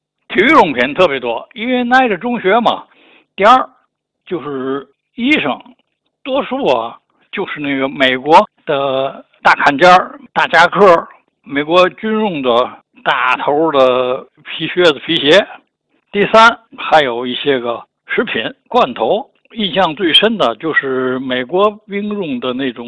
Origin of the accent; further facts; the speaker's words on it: Nankai, Tianjin, China; born there; 那个时候我15岁吧，在南开上初中